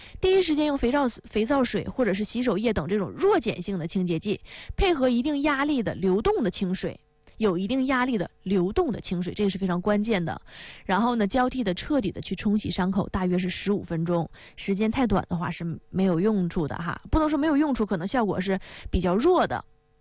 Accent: Northeast China, China; accent: Northeastern Mandarin; 它会有明显的刺痛感，就是我们东北话说的它沙挺。

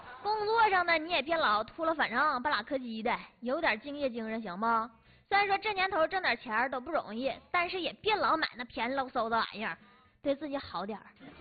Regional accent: Heilongjiang, China; accent: Northeastern Mandarin (Dongbei); 当然了我把我们全班也得拐得出东北味儿了。总之我就觉得我的家乡好啊，我就觉得咱东北好，我觉得咱黑龙江好。

